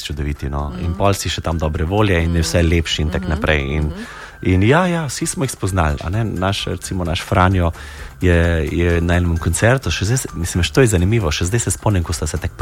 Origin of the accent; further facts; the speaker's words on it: Dobrna, Savinja, Slovenia; born there; moved away as an adult; also born or lived in Celje; now in Ljubljana, Slovenia; Sicer sem prihajam iz Dobrne, tam, kjer je zdravilišče. Zdaj pa živimo 3 leta v Ljubljani.